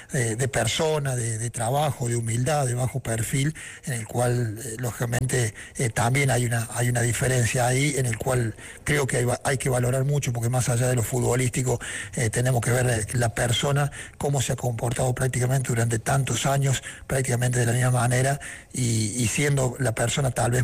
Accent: Argentina; y como hincha de la selección, como argentino, siempre era lindo verlo jugar

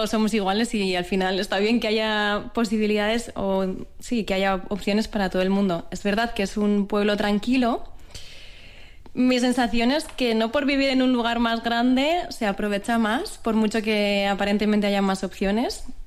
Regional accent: Aria, Navarre, Spain

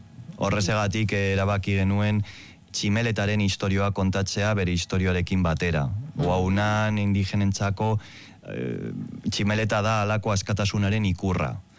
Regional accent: Algorta, Basque Country, Spain; Ni Algortakoa naiz eta ez neunkan loturarik horrelako errealitatearekin

